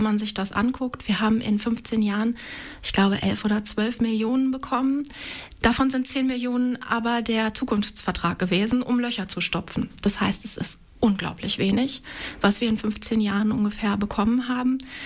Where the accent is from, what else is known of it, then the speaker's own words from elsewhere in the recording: Bad Lauterberg, Lower Saxony, Germany; also born or lived in Northeim / Osterhagen / Barbis; ich bin in Northeim geboren und am ersten Tag nach Osterhagen gekommen und habe dann in Barbis gewohnt und dann in Lauterberg.